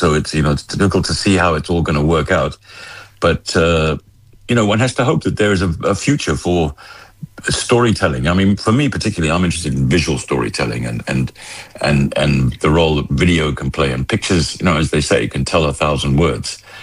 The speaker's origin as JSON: {"language": "English", "country": "South Africa", "said": "Yes, then I would return home, obviously, because I'm South African and I've always been South African."}